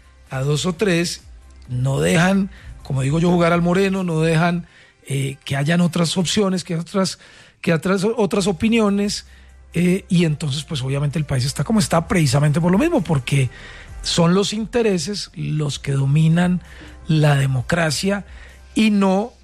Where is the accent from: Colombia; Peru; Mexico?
Colombia; Riosucio, Caldas; also born or lived in Medellín; yo nací en Medellín, yo soy de un pueblo que se llama Recicio Caldas y me llevaron al hospital a nacer a Medellín, entonces nací en Medellín.